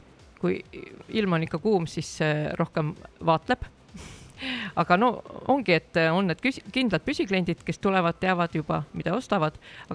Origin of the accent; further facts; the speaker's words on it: Tartu, Tartu County, Estonia; No meil on see, et see on lihtsalt meie kodulinn, et noh, Tartu laadad ongi